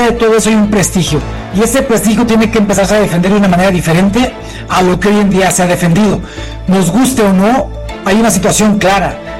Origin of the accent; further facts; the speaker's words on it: Mexico; todos como mexicanos, como aficionados, como gente involucrada en nuestro fútbol